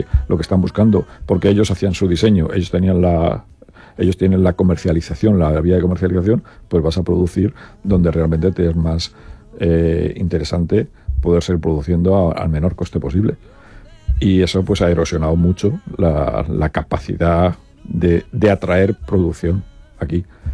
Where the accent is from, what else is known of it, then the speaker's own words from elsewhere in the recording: Elda, Valencian Community, Spain; somos muy de Elda